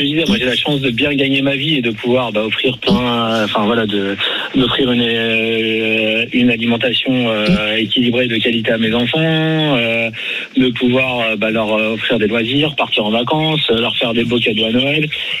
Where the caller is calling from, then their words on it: Puteaux, Île-de-France, France; j'habite à Puteaux. Une ville où, voilà, on est plutôt bien dans nos dans les services et dans les infrastructures.